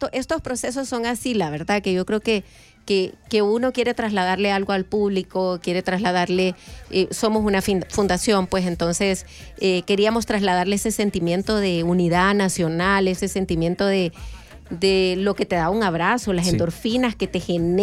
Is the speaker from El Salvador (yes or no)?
yes; El Salvador; Nos une a todos los salvadoreños.